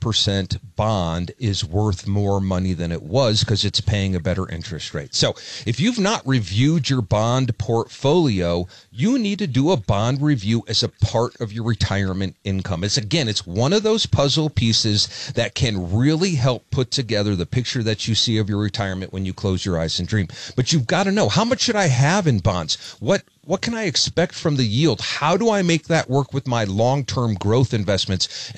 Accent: Michigan, United States; Brian and I happen to both be from Michigan, even though we met in Colorado, we're both from Michigan. So we use a lot of Midwestern terms

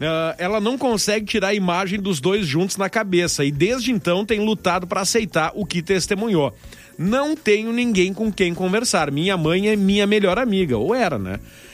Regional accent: Torres, Rio Grande do Sul, Brazil; Eu que sou de Torres, fui veranista de Torres a vida inteira.

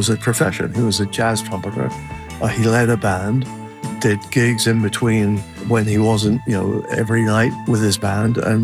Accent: Portsmouth, South East England, United Kingdom; moved away; also born or lived in Glasgow; That was where I was born. I mean, in Glasgow, that was in the tenements. I only lived there for 2 years, so I don't remember that. But certainly in Portsmouth, for a long time, we had an outhouse, no bathroom.

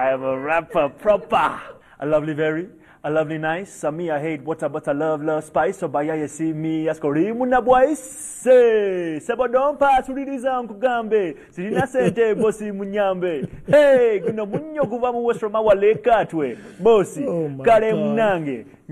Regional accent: Uganda; also born or lived in New York, United States; You know, I'm from Uganda, but I also grew up in New York.

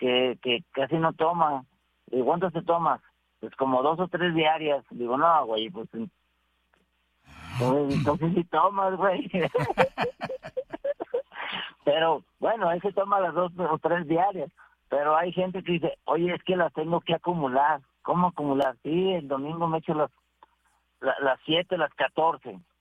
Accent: Monterrey, Nuevo León, Mexico; yo soy de Monterrey y en Monterrey no puedes

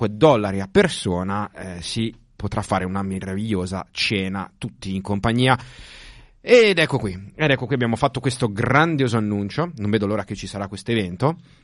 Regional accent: Reggio Emilia, Emilia-Romagna, Italy; now in Australia; dove sono cresciuto io, a Reggio Emilia

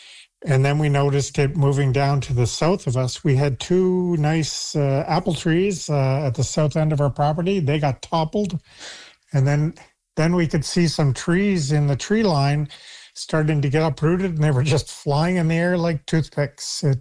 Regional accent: Prince Edward Island, Canada; also born or lived in Yellowknife, Northwest Territories; now in Little Harbour, Canada; I did grow up here. I lived here for about 20 years and left in the late 80s, but then just moved back last year

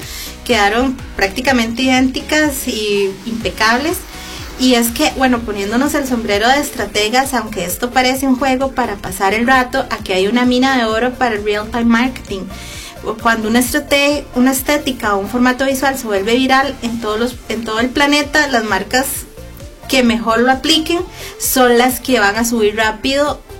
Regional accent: Costa Rica; como ticos tenemos que juntar tres fotos.

